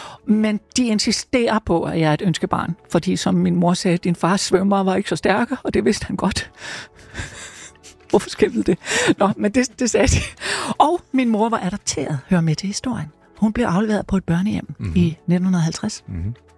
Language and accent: Danish; Skovlunde, Capital Region of Denmark, Denmark; I Skovlunde